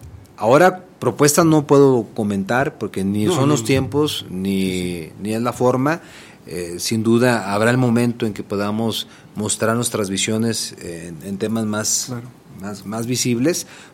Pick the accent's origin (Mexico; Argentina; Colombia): Mexico; Calera, Zacatecas; also born or lived in Fresnillo; Yo en la capital de Zacatecas. Zacatecas. Crecí en Calera, pero nuestra ascendencia, recuerden que es del sur de Zacatecas, de la tierra cascana de Juchipila.